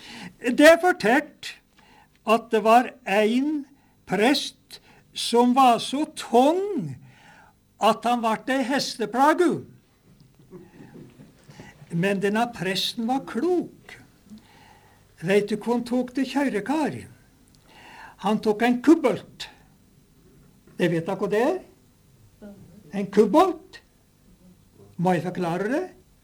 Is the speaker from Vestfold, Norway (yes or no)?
no; Nesbyen, Buskerud, Norway; Jeg er oppvoksen på opphavsgarn i Nes.